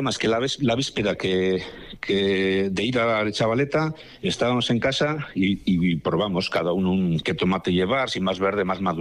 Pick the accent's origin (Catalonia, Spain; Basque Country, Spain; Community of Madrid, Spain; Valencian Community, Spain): Basque Country, Spain; Areatza; un caserío que está aquí en, pertenece como municipio a Zeanuri, muy cerquita de Areatza, porque nosotros somos de Areatza en realidad.